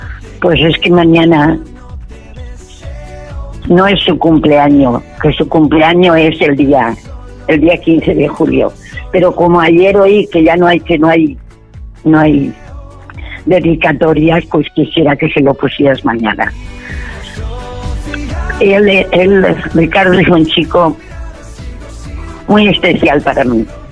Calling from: Alberique, Valencian Community, Spain; de Alberique.

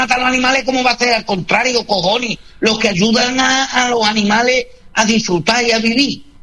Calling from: Jerez de la Frontera, Andalusia, Spain; chicharrones de aquí de Jerez

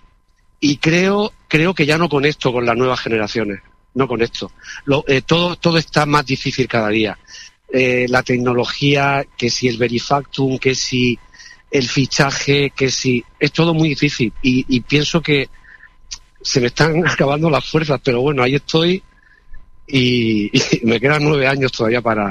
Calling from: Cieza, Region of Murcia, Spain; Yo soy de Cieza.

